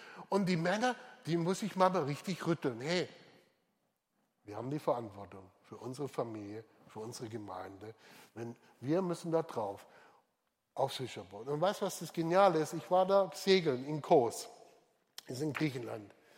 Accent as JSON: {"language": "German", "region": "Swabia", "country": "Germany", "said": "Ich bin ja ein Schwabe."}